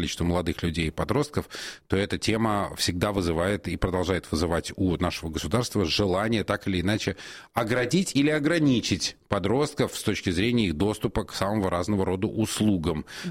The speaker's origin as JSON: {"language": "Russian", "region": "Moscow", "country": "Russia", "tie": "born or raised there", "said": "я родился и вырос в Москве"}